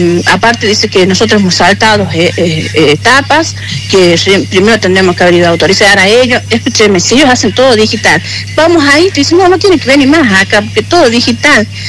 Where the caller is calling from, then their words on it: Chilecito, La Rioja, Argentina; yo soy de acá de Chilecito